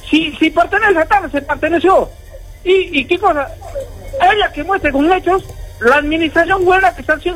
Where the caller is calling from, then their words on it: Peru; porque yo soy de Amascapa.